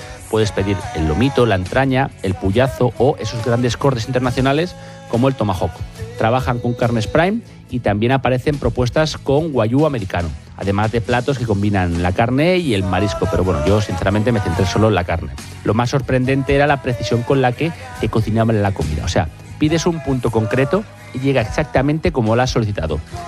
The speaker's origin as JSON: {"language": "Spanish", "country": "Guatemala", "said": "Yo soy de Guatemala."}